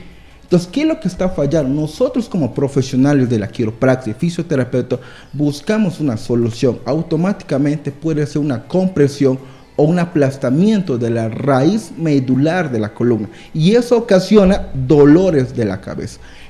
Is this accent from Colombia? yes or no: no; Peru; soy médico peruano. En Perú tenemos nuestro centro médico capacitado de la columna.